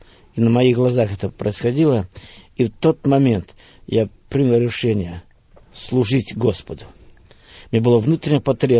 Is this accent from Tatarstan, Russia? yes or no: no; Progress, Bryansk Oblast, Russia; Ну, мы родились на Брянщине, поселок Прогресс. Отец наш был пастырем, мы родились в христианской семье, наша была большая семья, 14 человек, я был в семье 13-й.